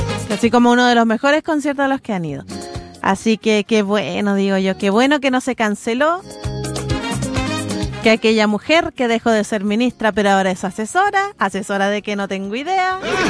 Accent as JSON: {"language": "Spanish", "country": "Chile", "said": "que no nos roben las palabras chilenas"}